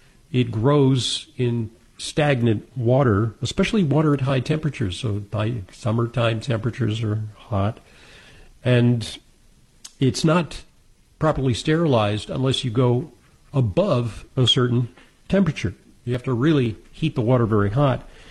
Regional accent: New York City, New York, United States; born or raised there

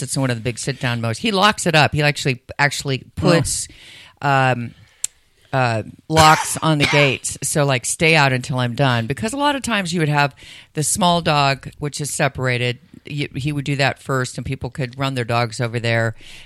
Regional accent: Sacramento, California, United States; because I grew up in Sacramento on the American River.

